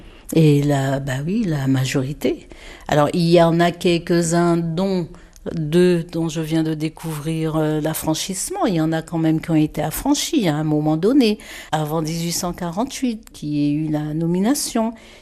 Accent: Guadeloupe; moved away; j'ai grandi en Guadeloupe, ma vie a commencé en Guadeloupe, mais j'ai eu des ancêtres. Donc d'où ils viennent, on sait que le point de départ c'est l'Afrique

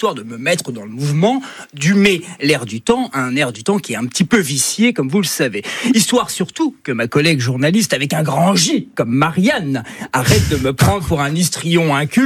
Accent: Corsica, France; en tant que Corse

